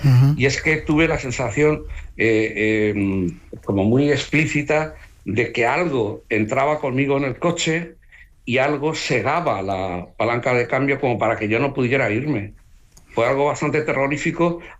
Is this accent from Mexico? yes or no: no; Cuenca, Castilla-La Mancha, Spain; born there; Pues fíjate, arranca de mi infancia, yo creo. Yo nací en Cuenca